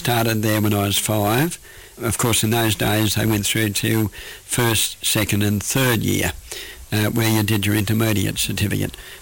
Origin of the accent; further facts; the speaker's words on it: Bellingen, New South Wales, Australia; born there; I was born in Bellingen at a private hospital, Kalani, in William Street, Bellingen.